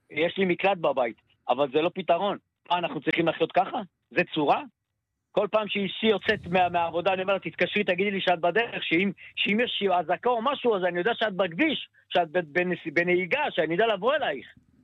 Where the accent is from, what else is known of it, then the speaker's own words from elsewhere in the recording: Kiryat Shmona, Northern District, Israel; אני נולדתי פה, אני בן 58, ואני גדלתי על קטיושות, וגדלתי על חדירות של פתח ועל מה לא.